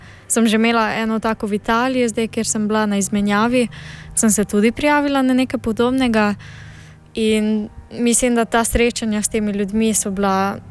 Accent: Cerklje ob Krki, Lower Sava, Slovenia; Jaz sem odraščala sem v Sloveniji, v Cerkljah po Krki, sem pa tudi na pol Čehinja, tako da moje ustvarjanje se predvsem med dvema jezikoma giblje.

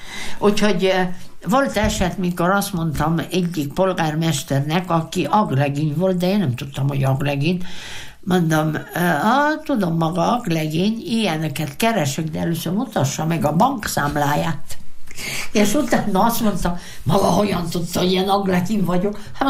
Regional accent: Prekmurje, Slovenia; first language Hungarian; a sajátunk a legszebb, a legdrágább, és ezek a mi hagyományaink, amik itt megvannak Moravidéken, hódostú pincék

